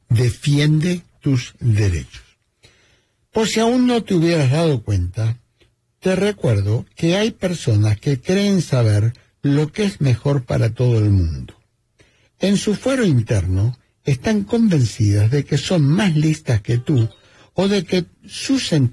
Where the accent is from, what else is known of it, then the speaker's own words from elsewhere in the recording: Argentina; Saben que como argentino me gusta mucho comer carne